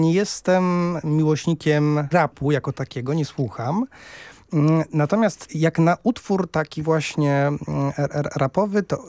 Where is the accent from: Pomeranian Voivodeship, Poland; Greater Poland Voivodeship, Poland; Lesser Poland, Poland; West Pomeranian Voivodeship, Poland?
Greater Poland Voivodeship, Poland; Śrem; w moim rodzinnym Śremie